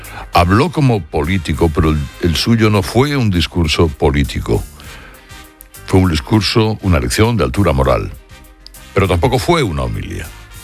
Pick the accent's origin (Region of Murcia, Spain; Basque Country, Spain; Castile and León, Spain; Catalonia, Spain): Catalonia, Spain; Yo soy catalana como Gaudí. Bueno, como Gaudí. Un poquito menos que Gaudí en la comparación.